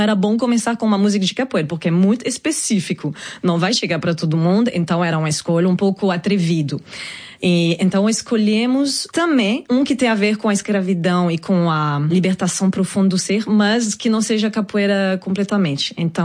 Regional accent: France; born or raised there; Portuguese is a second language

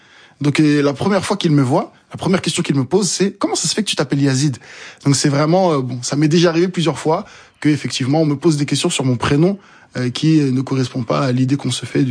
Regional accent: Comoros; ils essaient de deviner tes origines, ils sont alors Mali, Sénégal, Congo. Et non, je suis Comorien. J'y étais presque, mais non.

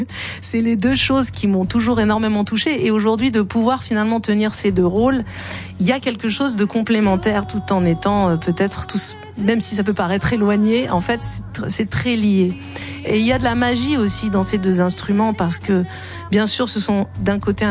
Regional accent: Algeria

